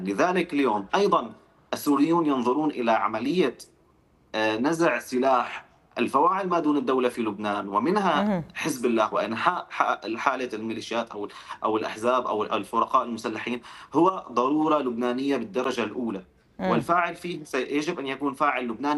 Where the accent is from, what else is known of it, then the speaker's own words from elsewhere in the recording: Syria; نعمل اليوم كسوريين